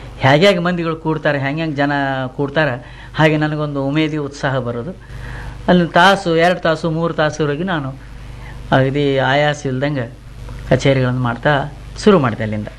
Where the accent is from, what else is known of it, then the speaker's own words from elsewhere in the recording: Karnataka, India; ಆನಂತರ ಕುಂದಗೋಳದ ನಮ್ಮ ಊರ ಹತ್ತಿರ ಇದ್ದಂಥ … ಅಂತೇನು, ಅವ್ರ ಹಾಡುಗಳನ್ನು ಬೇಕಷ್ಟು ಕೇಳೀನಿ ನಾನು.